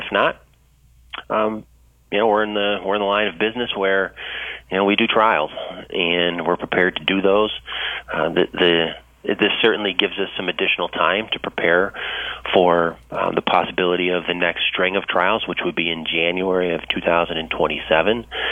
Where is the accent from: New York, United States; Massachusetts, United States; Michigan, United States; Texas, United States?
New York, United States; Greece; moved away as an adult; now in Ontario County, New York, United States; I grew up in Greece, New York, but my children were raised here in Ontario County, New York.